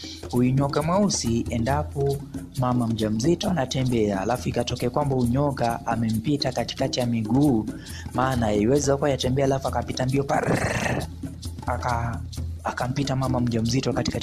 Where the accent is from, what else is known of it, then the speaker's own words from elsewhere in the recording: Vihiga County, Kenya; Swahili is a second language; kutokea magharibi ya Kenya ambako nakozaliwa, jimbo la Vihiga.